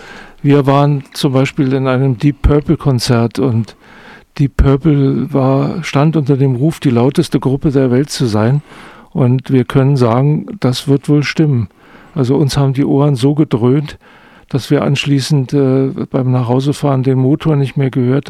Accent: Berlin, Germany; Obwohl wir in West-Berlin ja ziemlich eingesperrt waren.

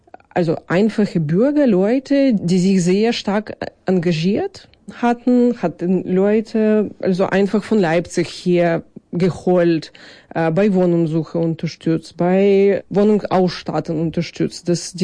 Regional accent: Kyiv, Ukraine; German is a second language; moved away as an adult; now in Zeitz, Germany; ich komme aus Großstadt, aus dem Hauptstadt Kiew

